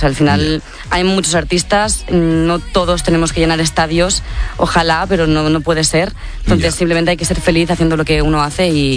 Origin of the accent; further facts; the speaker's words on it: Tiana, Catalonia, Spain